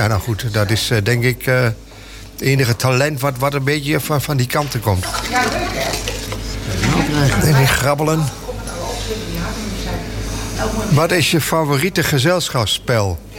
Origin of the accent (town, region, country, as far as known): Gelderland, Netherlands; accent: Achterhoeks